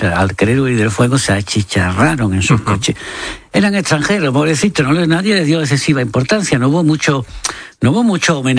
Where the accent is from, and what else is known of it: Marchena, Andalusia, Spain; born or raised there